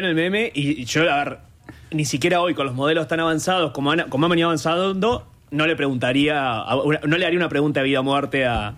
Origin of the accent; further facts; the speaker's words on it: Durazno, Uruguay; yo soy de Durazno